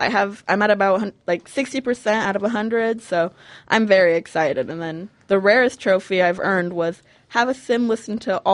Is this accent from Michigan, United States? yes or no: no; Puyallup, Washington, United States; Yeah, I never have been to Gig Harbor, but I'm from the Puyallup-Tacoma area, so I've heard of it a lot